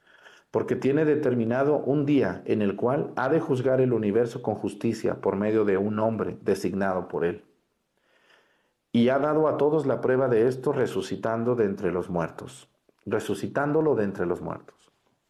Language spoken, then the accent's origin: Spanish; Mexticacán, Jalisco, Mexico; moved away; Mexticacán, Jalisco, mi pueblo.